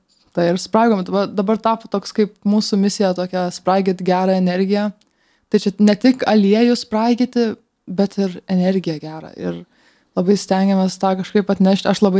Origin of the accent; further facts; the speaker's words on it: Kretinga, Klaipėda County, Lithuania; mes esam iš Žemaitijos, iš tikrųjų. Esam iš Kretingos visi.